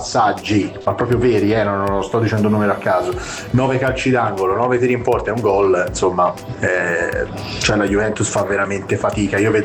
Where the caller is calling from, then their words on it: Montevarchi, Tuscany, Italy; da Montevarchi.